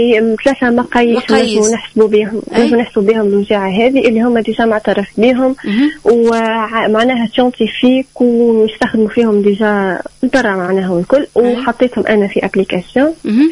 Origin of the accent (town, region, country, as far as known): Gafsa, Gafsa Governorate, Tunisia